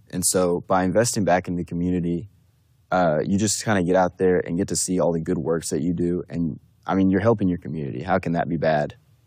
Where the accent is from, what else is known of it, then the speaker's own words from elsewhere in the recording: Stilwell, Oklahoma, United States; moved away as an adult; now in Tahlequah, United States; I'm originally from Stillwell, Oklahoma.